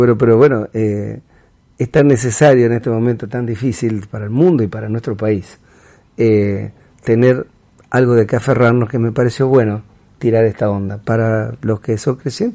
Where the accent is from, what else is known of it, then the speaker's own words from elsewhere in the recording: Santa Fe, Argentina; vengo de Santa Fe, bueno, yo vivo acá en Colastiné